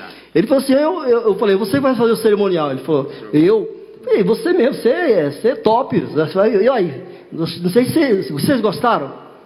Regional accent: Northeast Region, Brazil; now in São Paulo, Brazil; Especialmente as pessoas que são da região lá de onde eu sou, de onde eu vim também, muitos nordestinos que veio da... Você não veio do Nordeste, mas eu vim da roça, trabalhava de enxada. E vim para São Paulo

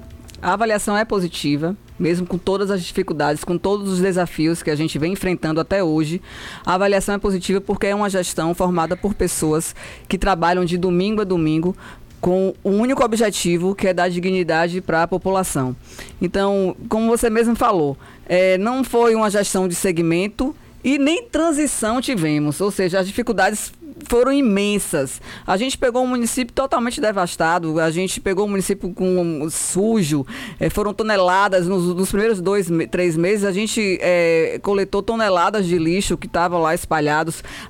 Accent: Mundo Novo, Brazil; eu sou de Mundo Novo, nasci e me criei em Mundo Novo

